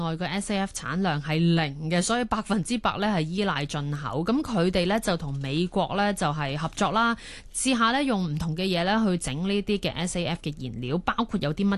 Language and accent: Cantonese; Hong Kong; 我覺得作為香港人都要幾驕傲嘅一件事。